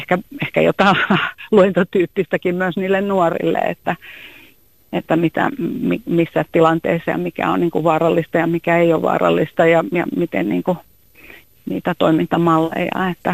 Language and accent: Finnish; Uusimaa, Finland; mä itse kun olen pääkaupunkiseudut kotosin